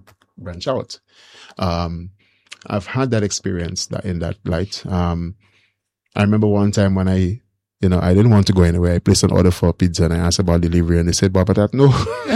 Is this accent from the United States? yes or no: no; Barbados; I'm from Barbados.